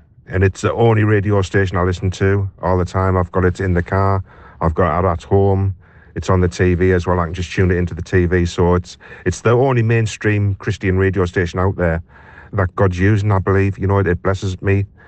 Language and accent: English; Gateshead, North East England, United Kingdom; I am from Gateshead.